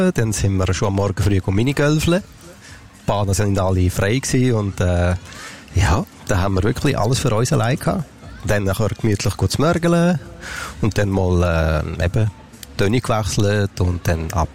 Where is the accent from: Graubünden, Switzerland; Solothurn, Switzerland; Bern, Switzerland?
Solothurn, Switzerland; Grenchen; Von Grenchen.